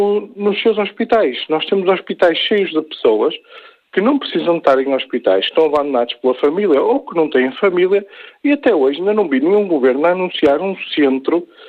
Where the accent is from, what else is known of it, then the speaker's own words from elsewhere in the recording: Portugal; a mim, como português, que paga impostos